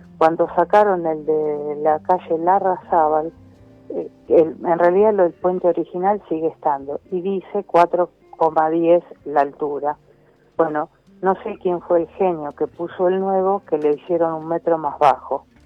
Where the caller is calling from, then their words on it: Buenos Aires, Argentina; los que somos viejos de Lugano ya lo sabemos